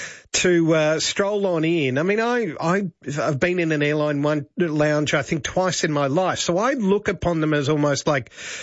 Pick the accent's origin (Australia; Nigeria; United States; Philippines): Australia; Mildura, Victoria; When I was growing up in Mildura